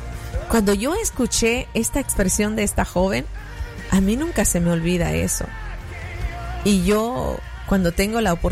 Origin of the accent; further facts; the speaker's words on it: El Salvador; born there; moved away; Pero mi país en El Salvador, mi país natal, tiene sus costumbres, su propia cultura